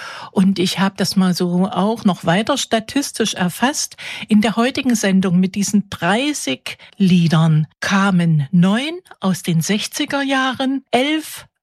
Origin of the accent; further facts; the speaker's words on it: Friedrichroda, Thuringia, Germany; born there; Friedrichroda ist auch mein Geburtsort. Ja, da bin ich besonders stolz drauf. Dieser kleine, wunderschöne Erholungsort im Herzen Thürings